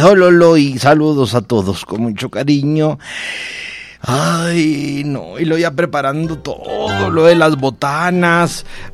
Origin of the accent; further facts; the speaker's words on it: Mexico; Y soy pura mexicana, nacida en esta tierra.